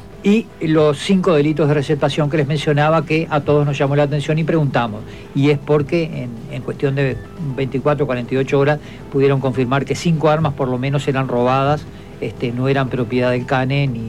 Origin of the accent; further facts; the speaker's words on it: Maldonado, Uruguay; para quienes somos de acá, de la Gorgorita.